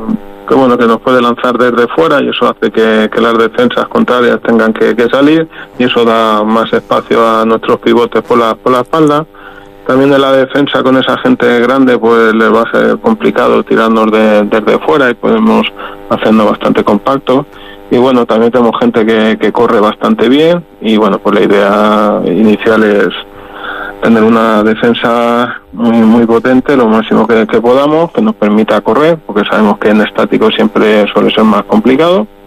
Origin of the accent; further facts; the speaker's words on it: Cartagena, Region of Murcia, Spain; nosotros que venimos de la zona de Cartagena, estamos un poquito acostumbrados